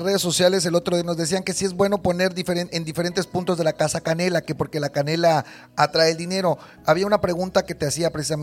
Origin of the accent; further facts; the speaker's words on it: Mexico; Compré mi bandera para que el público vea que soy mexicano